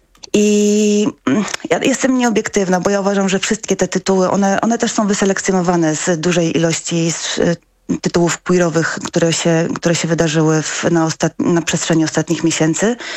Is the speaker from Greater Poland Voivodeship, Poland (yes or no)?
yes; Poznań, Greater Poland Voivodeship, Poland; tak jak poznaniacy